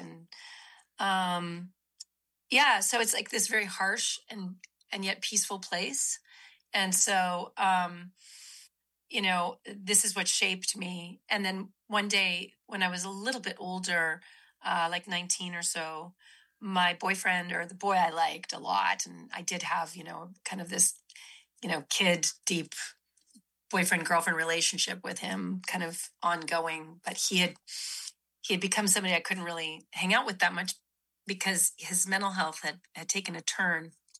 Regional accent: Manitoba, Canada; moved away; growing up in Manitoba made me a hearty girl.

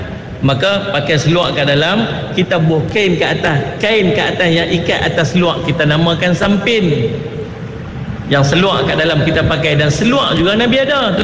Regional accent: Kedah, Malaysia; Kita duduk Kedah ni, lebih kurang saya lah. Saya ni asal orang Kelih. Mak saya orang Bendang, ayah saya orang Bendang.

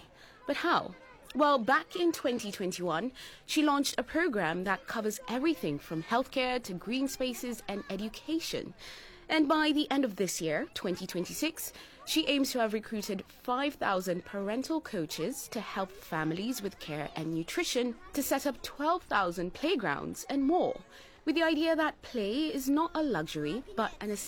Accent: Nairobi, Kenya; Now, I grew up in Kenya's capital city, Nairobi

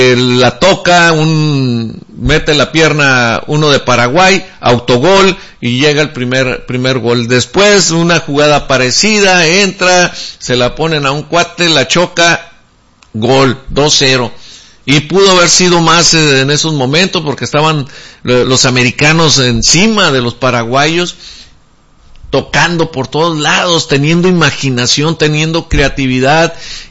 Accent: Mexico

